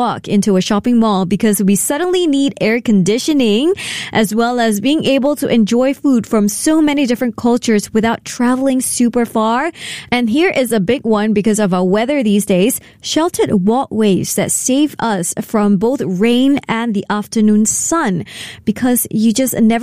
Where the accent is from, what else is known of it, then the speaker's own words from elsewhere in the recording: Singapore; as a Singaporean